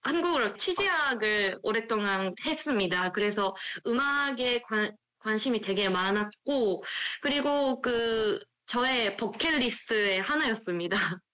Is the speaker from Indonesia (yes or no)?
no; Japan; Korean is a second language; 제가 유학 입학한 당시에는 대학원에서는 제가 유일한 일본인 학생이었거든요.